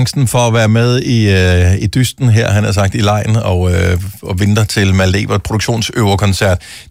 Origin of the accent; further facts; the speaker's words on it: Esbjerg, Region of Southern Denmark, Denmark; born there; Du kommer fra min fødeby, så allerede der føler jeg, at vi har et, et lille fællesskab på en eller anden måde. Er du født og opvokset i Esbjerg?